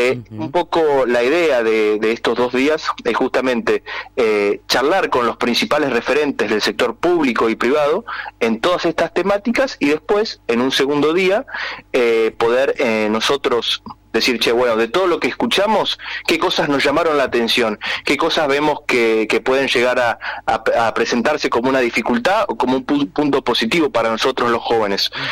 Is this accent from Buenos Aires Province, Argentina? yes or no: no; El Bolsón, Río Negro, Argentina; soy del Bolsón